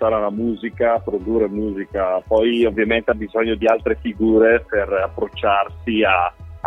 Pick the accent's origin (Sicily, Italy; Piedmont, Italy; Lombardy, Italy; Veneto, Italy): Lombardy, Italy; Desenzano del Garda; qua nella nostra zona, che noi siamo di Desenzano